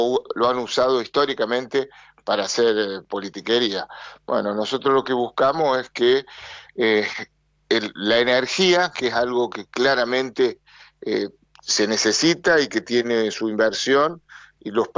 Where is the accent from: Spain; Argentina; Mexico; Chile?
Argentina; nosotros también como argentinos somos conscientes.